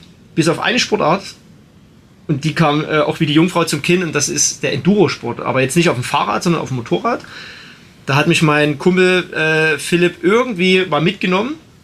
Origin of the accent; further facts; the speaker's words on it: Belgium; ich bin als Belgier auf Nummer 1 ins Ziel gekommen